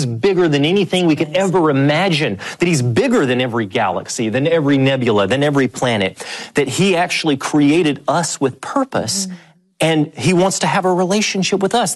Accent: Tennessee, United States; from where I grew up in Middle Tennessee

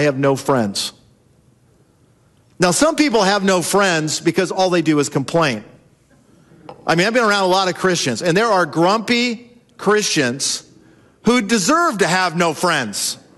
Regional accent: California, United States; Jared and I grew up in Southern California. She had a small pool in her backyard. I had a small pool in my backyard.

